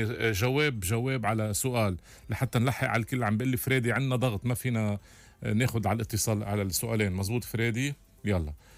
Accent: Lebanon; انا عم بحكي كلبناني

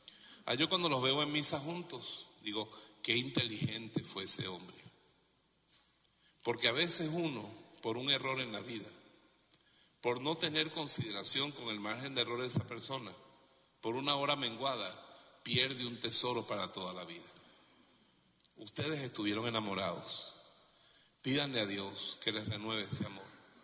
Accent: Venezuela; yo seré hijo de alemanes, pero yo soy un macho vejumero venezolano, latinoamericano

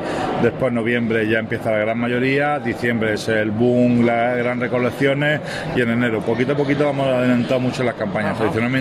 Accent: Andalusia, Spain; conozcáis nuestra provincia. Nuestra provincia es un mar de aceite, es un mar de olivos y además tiene ciudades patrimonio de la humanidad como Úbeda y Baeza. Tenemos una catedral en Jaén que es una maravilla

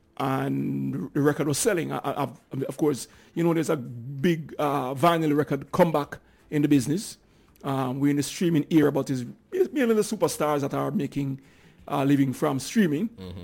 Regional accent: Jamaica; I grew up in Jamaica, of course.

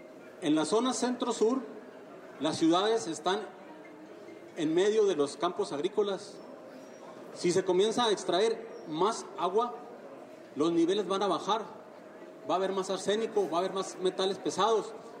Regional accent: Saucillo, Chihuahua, Mexico; soy originario de Saucillo, de la zona centro-sur de aquí del estado de Chihuahua. La zona centro-sur es de las zonas agrícolas más sobresalientes de aquí de Chihuahua

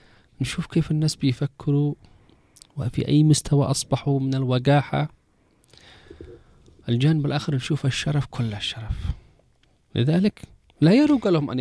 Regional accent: Yemen; أنا كإنسان يمني و كنت حاضر في كل المتغيرات التي حصلت من 2014 إلى الآن،

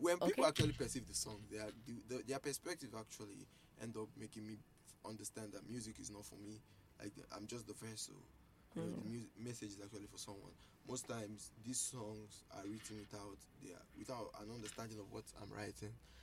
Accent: Enugu State, Nigeria; I'm from Umuagudi. I'm from Enugu State.

